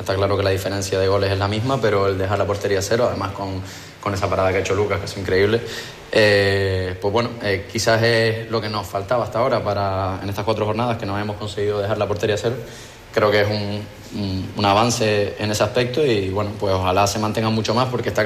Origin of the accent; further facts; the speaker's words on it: Galicia, Spain; Yo soy gallego ya también, y Faltiño también.